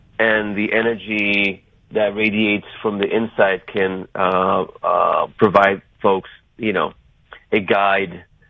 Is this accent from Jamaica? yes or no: no; Puerto Rico; moved away; also born or lived in Bridgeport, Connecticut, United States; I'm Puerto Rican, and I, although I was born in Bridgeport, Puerto Rico, USA, that's actually Bridgeport, Connecticut, and I was raised in Puerto Rico.